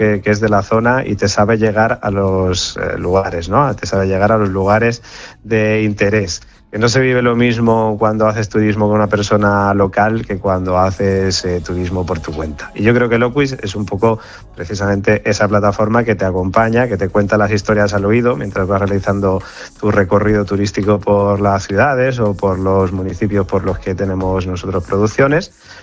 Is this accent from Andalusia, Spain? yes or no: no; Alicante, Valencian Community, Spain; now in Madrid, Spain; yo por ejemplo soy de Alicante y anda que no he descubierto cosas en Alicante muchas veces, siendo yo de allí, y ahora vivo en Madrid